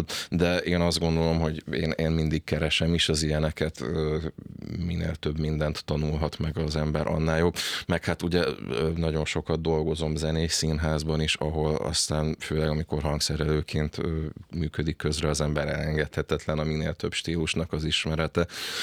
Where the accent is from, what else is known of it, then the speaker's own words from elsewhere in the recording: Cluj-Napoca, Cluj County, Romania; kolozsvári származású vagyok, ott is kezdtem el az iskolát